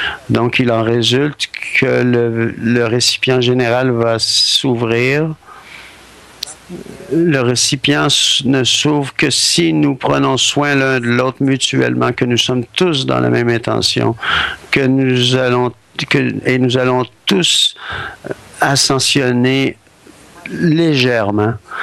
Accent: Toronto, Ontario, Canada; de Toronto, une autre personne de Toronto.

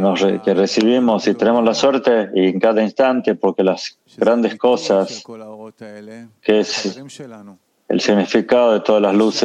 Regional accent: Toronto, Ontario, Canada; de Toronto, Canadá, acá con mis hermanos, y también mi gran amigo de acá, también de Toronto.

